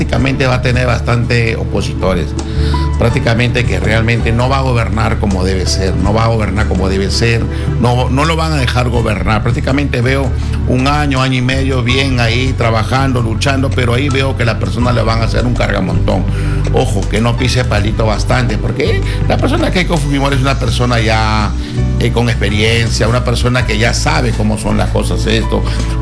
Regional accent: Peru

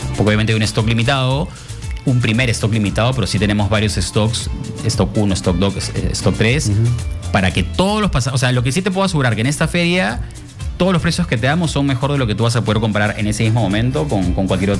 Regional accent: Peru; now in Lima, Peru; es algo que no existe en mi país

